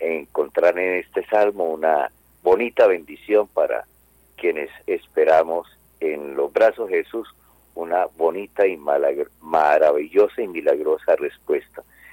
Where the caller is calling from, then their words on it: Cúcuta, Norte de Santander, Colombia; Estoy aquí en la hermosa ciudadela de Juan Atalaya.